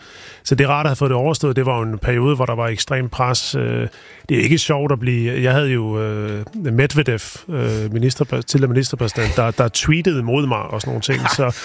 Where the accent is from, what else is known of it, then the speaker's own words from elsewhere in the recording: Odense, Region of Southern Denmark, Denmark; Jeg kommer ret nok fra Odense, ja.